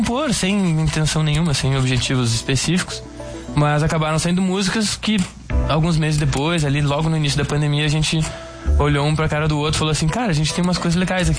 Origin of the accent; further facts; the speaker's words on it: Rio Grande do Sul, Brazil; tem música gaúchesca, porque somos gaúchos, né?